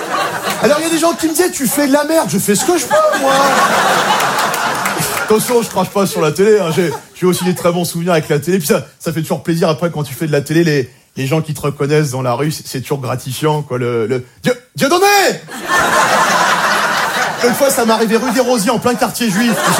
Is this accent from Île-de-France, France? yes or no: yes; La Courneuve, Île-de-France, France; Non, moi, j'ai grandi à la Courneuve, je suis intermittent du spectacle, je fais les heures.